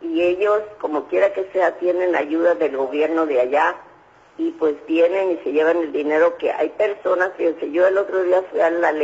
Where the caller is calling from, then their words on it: Mexico; nosotros, que somos mexicanos